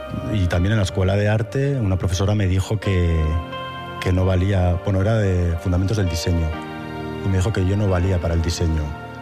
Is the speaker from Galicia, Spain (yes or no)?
no; Navarre, Spain; me hizo no sentirme navarro, era, yo pensaba como vasco, o sea, más vasco que navarro.